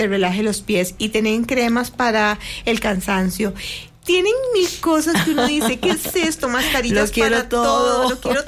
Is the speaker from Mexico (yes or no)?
no; Costa Rica; la gente va aprendiendo que los impuntuales somos los ticos, pero vamos a otro país y tenemos que aprender de puntualidad.